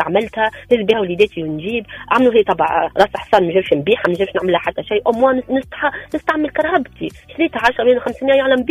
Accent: Tunisia; عسلامة مزيك، بلي انا مواطنة تونسية

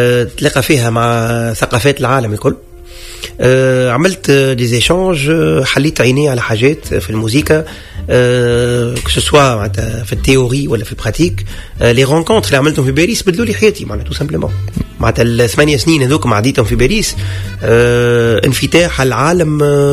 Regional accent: Tunisia; وانا دونك من تونس

